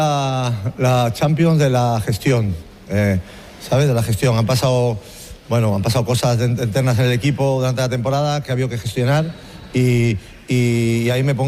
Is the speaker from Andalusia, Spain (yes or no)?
yes; Málaga, Andalusia, Spain; moved away; yo soy de Málaga, yo soy de Maristas, yo muy orgulloso